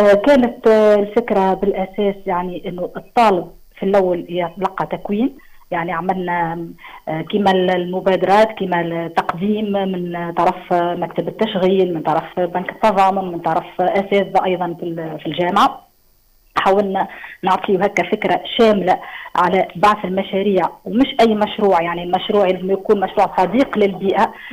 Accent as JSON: {"language": "Arabic", "country": "Tunisia", "said": "هذه عقلية موجودة عندنا في تونس بصفة خاصة"}